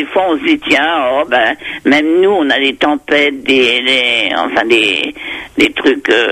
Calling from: Selles-sur-Cher, Centre-Val de Loire, France; Je vous appelle du centre de la France.

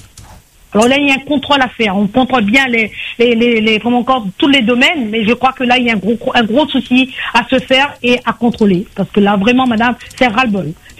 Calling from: Sainte-Marie, Réunion; À Sainte-Marie, dans les Hauts, oui. Je suis à Flacourt.

